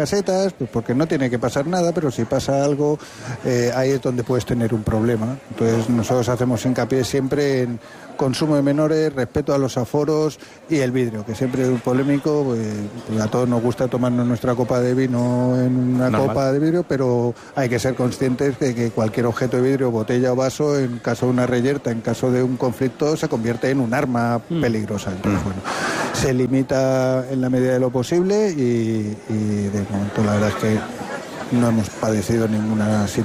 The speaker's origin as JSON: {"language": "Spanish", "town": "Madrid", "region": "Community of Madrid", "country": "Spain", "said": "Yo soy madrileño y dicen, hay que ver dos días largos que se pegan allí."}